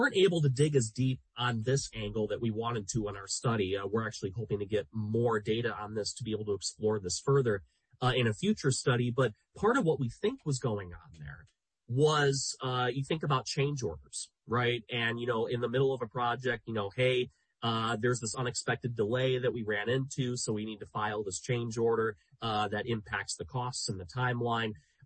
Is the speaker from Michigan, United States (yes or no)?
yes; Michigan, United States; And even take my home state of Michigan.